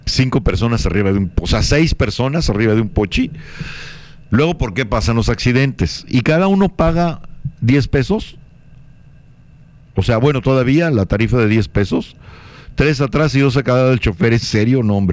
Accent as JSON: {"language": "Spanish", "region": "Tabasco", "country": "Mexico", "said": "esa buena onda que somos los tabasqueños"}